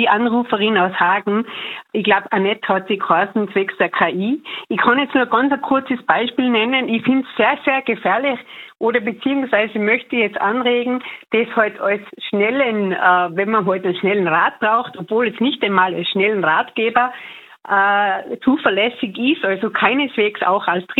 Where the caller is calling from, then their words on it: Tyrol, Austria; ich komme ja aus Tirol.